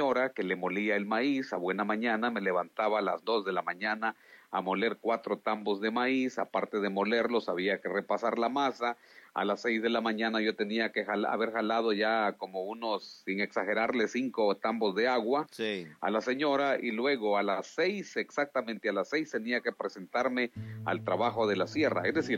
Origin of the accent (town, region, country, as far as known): Yoro, Honduras; born there; also born or lived in Montañitas, Quimistán, Santa Bárbara, Honduras